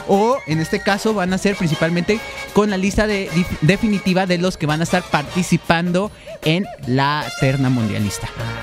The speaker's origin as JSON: {"language": "Spanish", "region": "Veracruz", "country": "Mexico", "accent": "costeño", "said": "soy veracruzano y por algún lado de tener ese acento."}